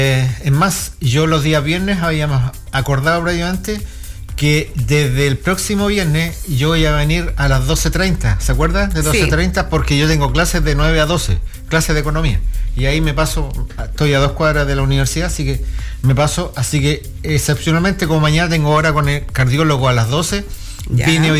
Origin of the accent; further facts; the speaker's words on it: Chillán, Ñuble, Chile; born there; moved away; todavía tengo algunos restos de mi familia en Chillán, de donde yo nací